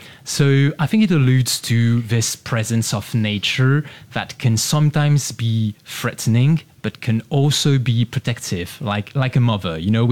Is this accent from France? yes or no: yes; France; English is a second language; because I am French, but I am from Asian descent.